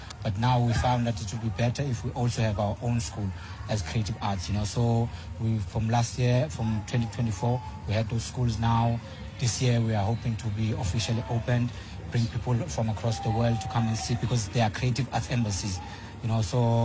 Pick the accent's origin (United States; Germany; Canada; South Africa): South Africa; Cape Town, Western Cape; moved away as an adult; also born or lived in Emon Fekwapata (garbled, rural mountain area); I originate from Emon Fekwapata in the mountain areas, remote areas. I grew up in Cape Town and then started traveling the world when I was 25